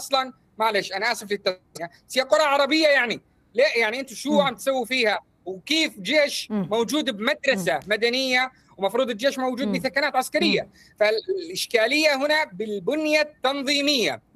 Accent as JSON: {"language": "Arabic", "country": "Syria", "said": "وهاي قريتي على فكرة."}